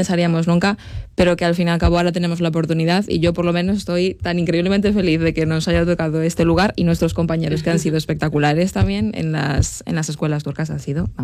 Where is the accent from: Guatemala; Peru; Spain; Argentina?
Spain; Lugo, Galicia; soy de Lugo